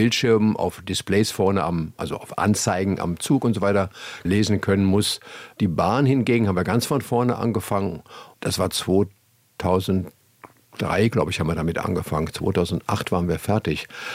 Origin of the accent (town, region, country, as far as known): Stadthagen, Lower Saxony, Germany; born there